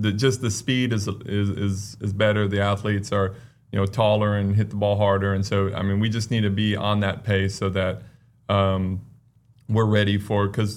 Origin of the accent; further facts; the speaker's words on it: California, United States; born or raised there